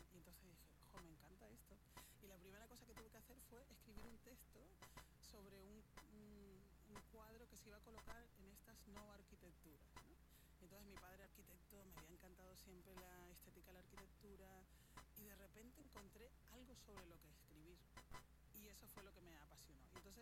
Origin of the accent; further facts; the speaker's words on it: Canary Islands, Spain; accent: Canarian; also born or lived in Córdoba; Sí, yo es que me siento muy canaria, cordobesa también, porque además ahora me he unido a la Fundación Antonio Gala y me lo paso genial y vuelvo a Córdoba